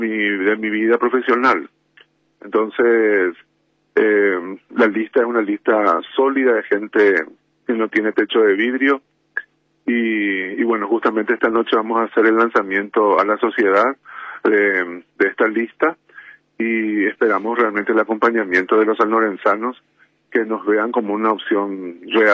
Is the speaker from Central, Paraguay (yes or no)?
yes; San Lorenzo, Central, Paraguay; also born or lived in Asunción; realmente yo soy, mis raíces son de San Lorenzo, mi familia está viviendo allá, yo también, pero voy y vengo de San Lorenzo Asunción.